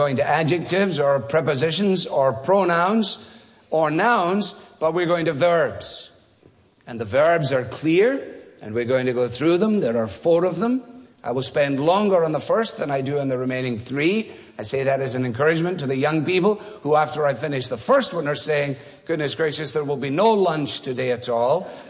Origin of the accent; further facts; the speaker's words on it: Scotland, United Kingdom; And in making the call, as a Scotsman, it seemed to me only sensible to ask for it to be person to person.